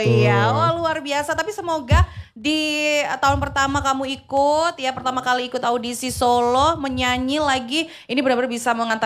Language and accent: Indonesian; Lampung, Indonesia; Sumatera, aku Lampung.